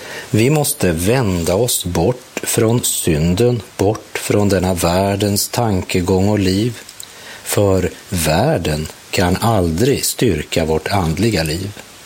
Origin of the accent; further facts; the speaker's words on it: Sweden; Jag är ju svensk medborgare, samtidigt är jag medborgare i himlen.